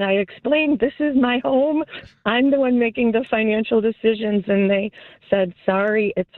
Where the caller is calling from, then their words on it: Chicago, Illinois, United States; I live in Chicago and I've lived in my condo for a couple, 20 years, couple decades.